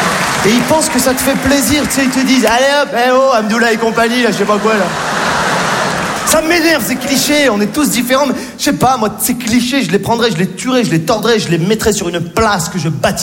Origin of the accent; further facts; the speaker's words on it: Morocco; born there; Je suis né au Maroc.